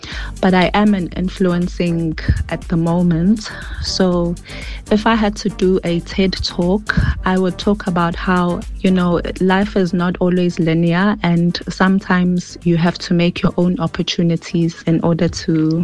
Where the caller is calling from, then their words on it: Durban, KwaZulu-Natal, South Africa; I am from Durban.